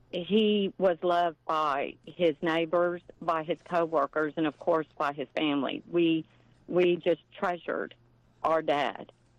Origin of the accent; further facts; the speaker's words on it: Sealy, Texas, United States; I'm actually from Sealy, mm-hmm. Texas, which is about 20 miles east of Columbus.